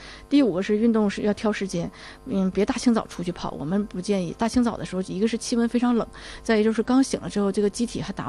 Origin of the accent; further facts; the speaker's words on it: Northeast China, China; 我们东北人